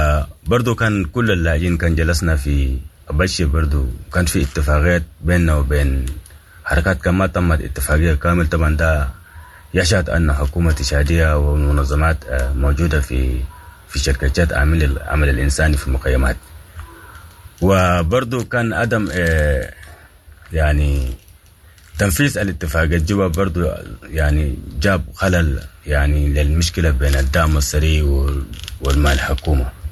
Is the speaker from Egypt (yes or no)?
no; Sudan; moved away; نحن قاعدين نتعبوا كسودانيين وفقدنا الوطن